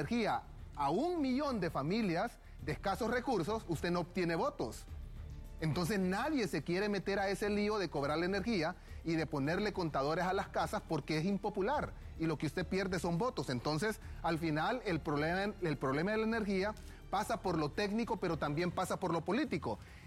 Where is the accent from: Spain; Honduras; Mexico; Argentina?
Honduras